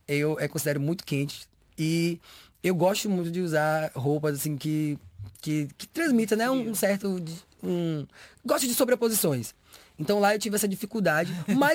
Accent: Simões Filho, Bahia, Brazil; Eu falo que eu sou soteropolitano, mas eu nem sou. Eu sou Simões Filhense, que é... Eu nasci em Simões Filho, que é uma região metropolitana de Salva

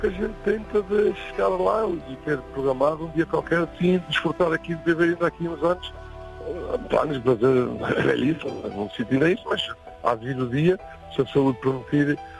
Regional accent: Portugal; now in Germany; eu sou natural, sou de Ferreira dos Adornos, mas a minha esposa é que é desta terra. Mas tenho as raízes praticamente já aqui.

